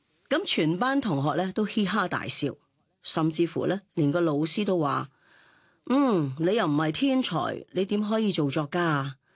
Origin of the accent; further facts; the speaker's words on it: China; 所以有啲时候我哋中国人讲三岁定八十